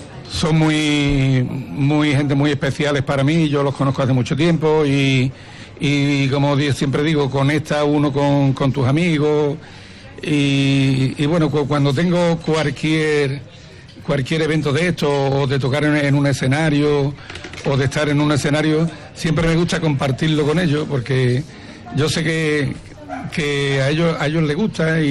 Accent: Lepe, Andalusia, Spain; yo soy... como el propio nombre indica, de Lepe, soy lepero, por todos los cuatro costados. Estoy muy, muy vinculado a mi tierra. La extraño, la quiero

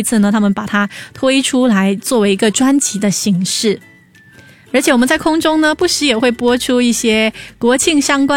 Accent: Singapore

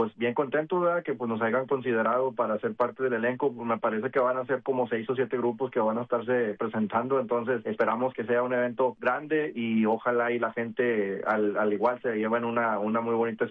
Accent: Texas, United States; nosotros somos del sur de Texas

